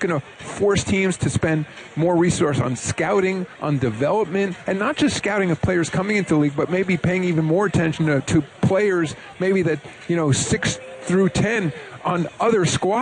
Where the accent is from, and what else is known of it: New York City, New York, United States